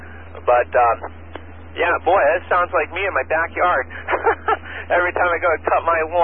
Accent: Connecticut, United States; moved away as an adult; now in North Carolina, United States; I grew up in Connecticut.

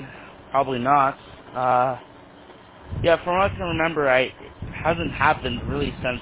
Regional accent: St. James, United States; born or raised there

